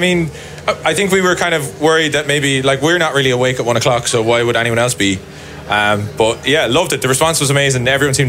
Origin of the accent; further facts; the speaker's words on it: Ireland; And especially like right now, being Irish seems like kind of a thing that people seem very interested in.